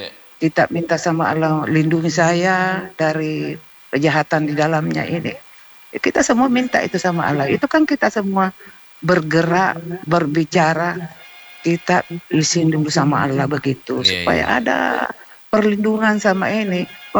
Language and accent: Indonesian; South Sulawesi, Indonesia; Kita ini orang Bugis Makassar